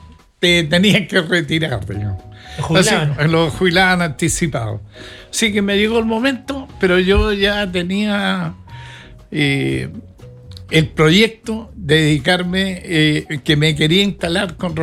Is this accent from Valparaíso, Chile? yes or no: no; Concepción, Biobío, Chile; moved away as an adult